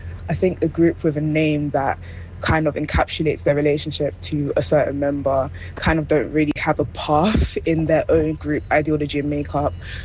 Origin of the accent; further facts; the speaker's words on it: London, United Kingdom; I'm from South London.